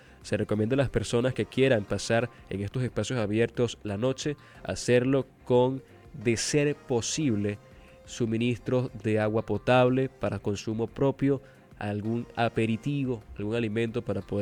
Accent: Venezuela; es algo que como venezolanos no nos podemos permitir.

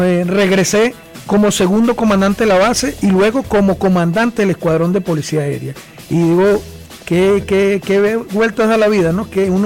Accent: San Cristóbal, Táchira, Venezuela; yo soy de San Cristóbal, Táchira.

